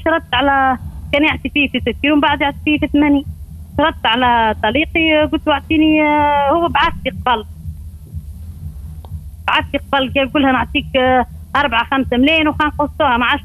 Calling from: Nabeul, Nabeul Governorate, Tunisia

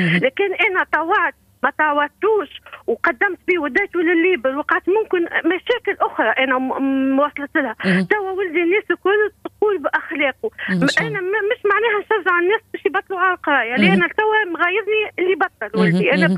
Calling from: Bizerte, Bizerte Governorate, Tunisia; من بنزرت.

